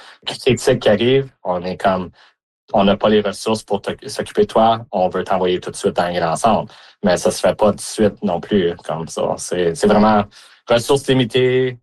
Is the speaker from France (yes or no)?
no; Mont-Laurier, Quebec, Canada; now in Alberta, Canada; Originalement, je viens du Québec, de Mont-Laurier. Puis, on a déménagé, moi et ma famille, en 2006. Puis, ça va faire ça bientôt 20 ans que je suis en Alberta.